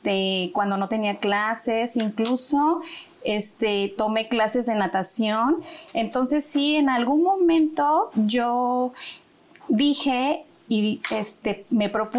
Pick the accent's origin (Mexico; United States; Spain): Mexico; Texcoco, State of Mexico; Sí, yo soy originaria de Texcoco, Estado de México. Prácticamente soy de Chapingo porque toda mi familia vive pues cerca de ahí, de la universidad.